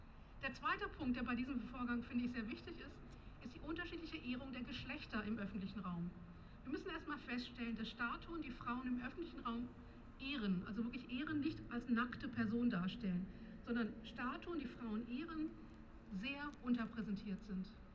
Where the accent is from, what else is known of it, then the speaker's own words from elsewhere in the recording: Berlin, Germany; denn als Berlinerin bin ich euch sehr dankbar